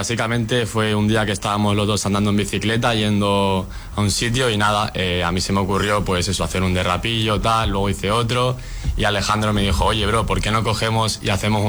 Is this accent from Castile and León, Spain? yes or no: no; Lanzarote, Canary Islands, Spain; ya que eso, somos de Lanzarote, y al final si tú te mueves en metro, en bus o lo que sea, ni el transporte depende de ti, ni conoces la ciudad